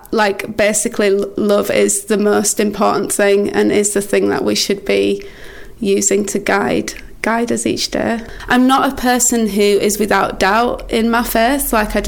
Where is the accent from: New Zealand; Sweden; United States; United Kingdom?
United Kingdom; Wakefield, Yorkshire and the Humber; also born or lived in Bradford; now in Knaresborough, United Kingdom; I was born in Wakefield, so in East Ardsley, if you know Wakefield well. And then I grew up sort of like... Tingley Mall area.